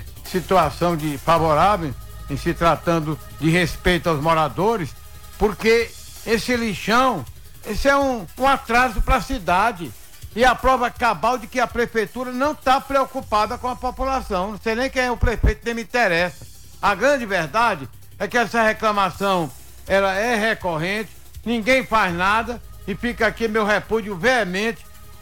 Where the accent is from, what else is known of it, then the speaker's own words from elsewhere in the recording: Brazil; Eu, como brasileiro, fico envergonhado, sinceramente.